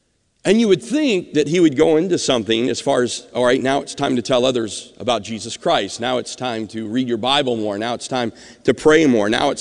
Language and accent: English; Alabama, United States; which we were very familiar with growing up in Alabama.